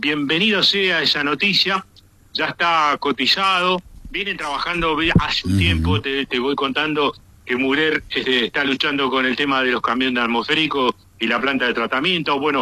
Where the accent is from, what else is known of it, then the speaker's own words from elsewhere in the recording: Comodoro Rivadavia, Chubut, Argentina; moved away; Mi pueblo natal, Comodoro Rivadavia, tiene su acueducto a 150 kilómetros.